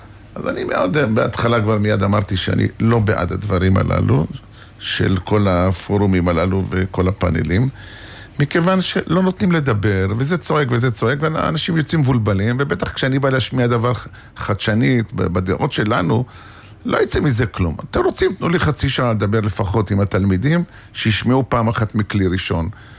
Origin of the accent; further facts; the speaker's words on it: Yokneam, Northern District, Israel; את מכיר את אוכלוסיית יוקנעם, אני גדלתי, הילדות שלי זה באזור